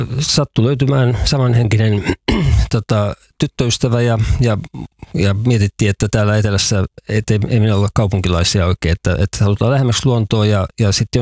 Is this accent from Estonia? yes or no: no; Vantaa, Uusimaa, Finland; now in Kainuu, Finland; Mä oon siis Vantaalta kotoisin, vaikka asun nykyään Kainuussa.